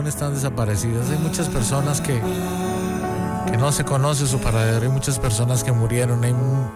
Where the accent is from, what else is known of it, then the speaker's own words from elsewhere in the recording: Colombia; moved away; esta tragedia para mi país, para Colombia.